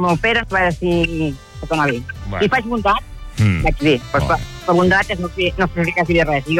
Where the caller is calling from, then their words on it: Torelló, Catalonia, Spain; sóc de Torelló.